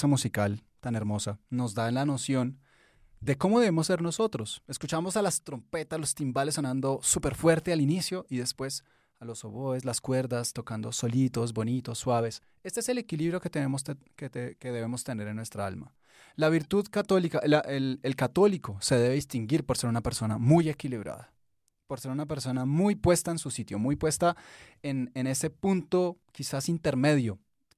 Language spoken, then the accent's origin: Spanish; Colombia; este querido pueblo colombiano del cual todos nosotros hacemos parte